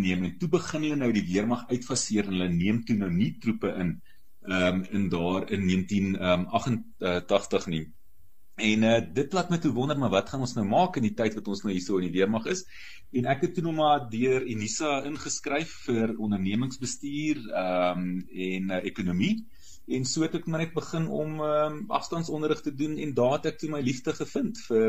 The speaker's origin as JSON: {"language": "Afrikaans", "town": "Port Elizabeth", "region": "Eastern Cape", "country": "South Africa", "tie": "born there", "said": "Ja Ryk, dit eintlik maar alles begin in 1968 toe ek gebore is in wat vandag bekend staan as Gqeberha. maar die ou Port Elizabeth"}